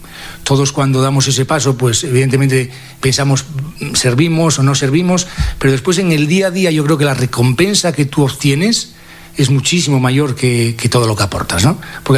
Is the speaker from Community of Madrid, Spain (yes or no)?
no; La Felguera, Asturias, Spain; now in Oviedo, Spain; yo vengo de una familia cristiana, soy de La Floguera, ya llevo muchos años viviendo aquí en Oviedo